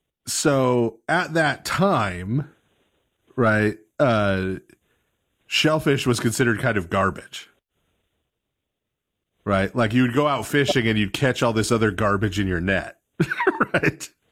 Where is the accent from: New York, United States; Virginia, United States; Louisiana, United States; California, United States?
Louisiana, United States; You know, I'm a glutton from Louisiana. You can't trust me on this at all.